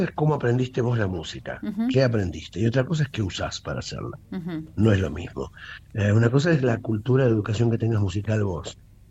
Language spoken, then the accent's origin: Spanish; Argentina; now in Bragado, Argentina; somos músicos argentinos.